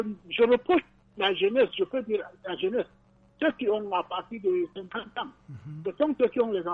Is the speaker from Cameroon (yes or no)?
yes; Yaoundé, Centre, Cameroon; J'ai grandi à Yaoundé jusqu'à l'heure actuelle où je vous parle.